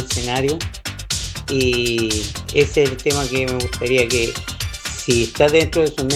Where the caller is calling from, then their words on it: Santiago, Santiago Metropolitan Region, Chile; de acá de Cerro Navia, de la comuna de Santiago.